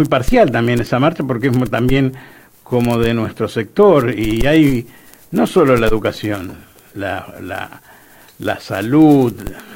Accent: General Pinto, Buenos Aires Province, Argentina; also born or lived in Maipú; Bueno, yo nací circunstancialmente en un lugar que se llama Maipú, en la provincia de Buenos Aires. Uh-huh. Me crié en otro pueblo que se llama General Pinto, que es sobre cerca de Lincoln

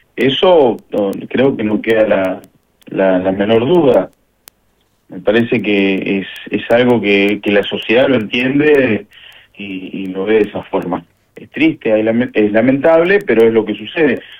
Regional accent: Argentina; con el difícil momento que nos toca atravesar como argentinos

